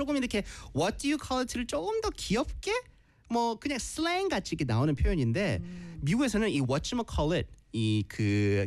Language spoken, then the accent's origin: Korean; Gyeongsang, South Korea; accent: Gyeongsang dialect; 우리 그냥 한 시간 동안 우리 갱상도 사투리 할 걸.